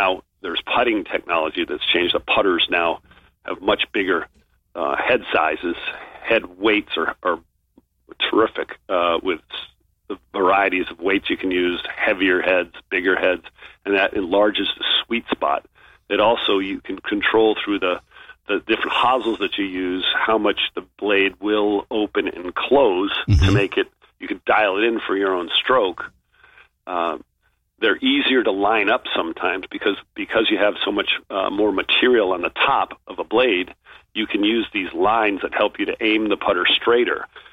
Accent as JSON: {"language": "English", "region": "Northeast", "country": "United States", "tie": "born or raised there", "moved": "yes", "lives_now": "the South, United States", "said": "when I grew up in the Northeast, we putted on bent grass or poiannua grass. And when you'd come down to the South, where we are now"}